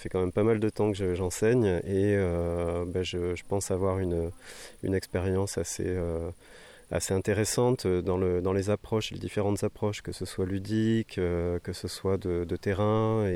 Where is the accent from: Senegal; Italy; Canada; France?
France; Overseas France; Je suis originaire de l'Outre-mer et voilà.